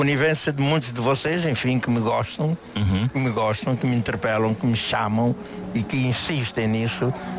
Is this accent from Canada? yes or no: no; Angola; representar a minha terra específica, Angola, do meu coração, né?